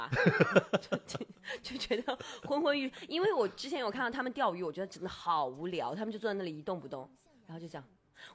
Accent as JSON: {"language": "Chinese", "region": "Inner Mongolia", "country": "China", "said": "你像我们内蒙古人的那个车上"}